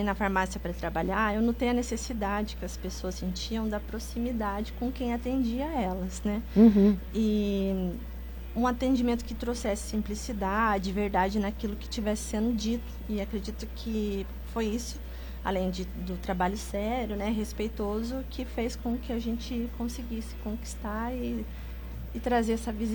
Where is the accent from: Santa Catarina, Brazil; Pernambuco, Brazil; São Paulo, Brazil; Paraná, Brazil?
São Paulo, Brazil; Campos do Jordão; moved away as an adult; now in Pindamonhangaba, Brazil; a gente viesse morar para Pinda, né, que nós somos de Campos do Jordão.